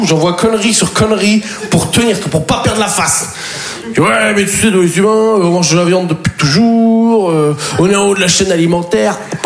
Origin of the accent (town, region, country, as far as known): Poitiers, Nouvelle-Aquitaine, France; now in Paris, France